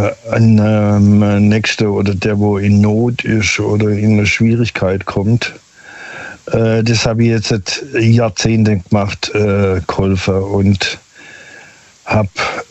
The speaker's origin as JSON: {"language": "German", "town": "Stuttgart", "region": "Baden-Württemberg", "country": "Germany", "said": "Vom Großraum Stuttgart."}